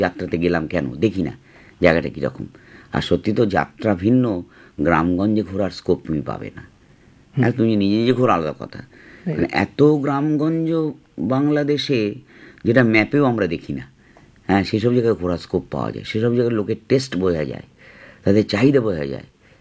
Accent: India; সে এখন আমি ভারতীয় লোক

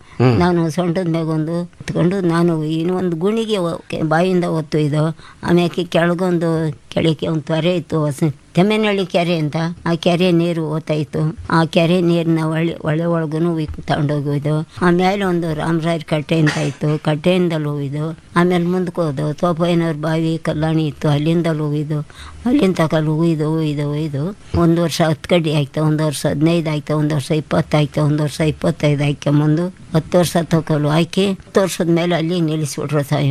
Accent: Gubbi, Karnataka, India; ಗುಬ್ಬಿ ಹೊಸಳ್ಳಿ ತಾಲೂಕಿನಲ್ಲಿ ನಾವು ಹುಟ್ಟಿ ಬೆಳೆದಿದ್ದು.

